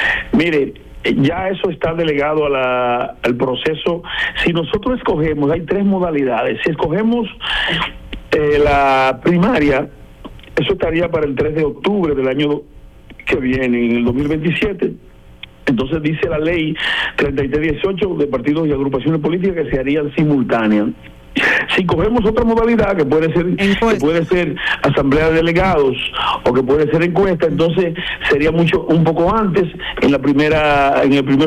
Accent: Elías Piña, Dominican Republic; acuérdense que yo soy de Elías Piña

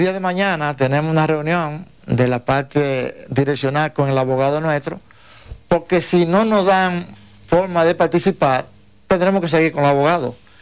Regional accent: La Vega, Dominican Republic; Yo soy del Cibao, de La Vega, de La Vega.

